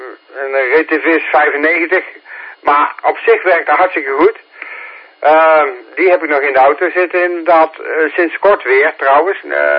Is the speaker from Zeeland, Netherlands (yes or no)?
no; 's-Hertogenbosch, North Brabant, Netherlands; born there; dat is waar ik geboren ben. Toevallig. Dus ik ken dat gebied heel goed.